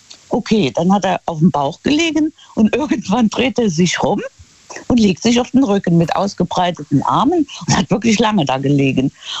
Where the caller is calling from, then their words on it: Trier, Rhineland-Palatinate, Germany; in der Nähe von Trier.